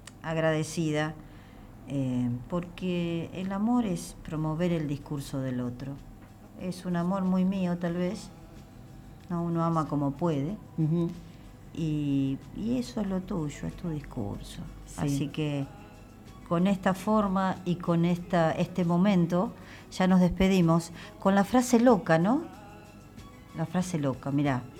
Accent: Argentina; seguimos siendo argentinos.

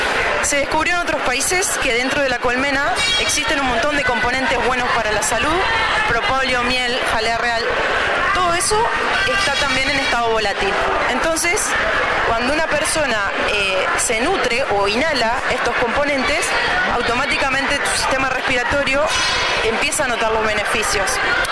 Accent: Arata, La Pampa, Argentina; born there; yo nací en Arata, hija de Hugo, muy bien lo decís, un apicultor muy apasionado.

